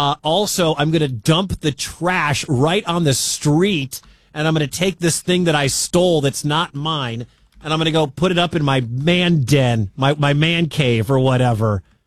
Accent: United States; I'm American. We don't do that.

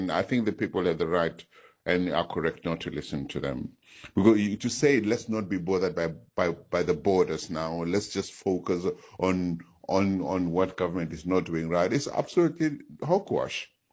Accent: Johannesburg, Gauteng, South Africa; I grew up in a township next to the home where I grew up in Diepkloof, Soweto

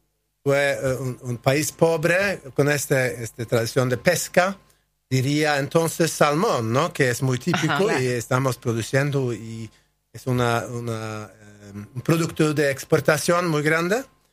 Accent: Argentina; Como argentinos, vivimos más como argentinos durante el verano

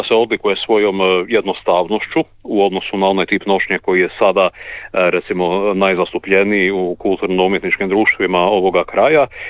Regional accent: Vugrovec, City of Zagreb, Croatia; moved away as an adult; also born or lived in Varaždin; now in Zagorska Sela, Croatia; Rođen sam u Varaždinu, moja obitelj, otac moj iz okolice Vansa. Evo, sve druge godine živim u Vugrovcu, pa me nekako život malo više i srcem vezao za ovaj prigorski kraj. Tu sam evo odrastao, stasao, završio fakultet

